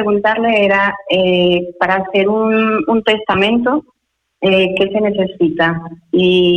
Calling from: Alcalá de Henares, Community of Madrid, Spain; me comunico desde Cala de Henares.

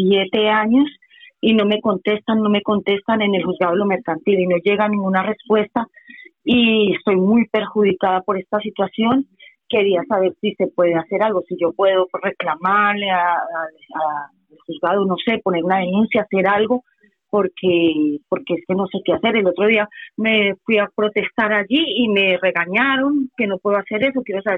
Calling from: Madrid, Community of Madrid, Spain; de Villaverde.

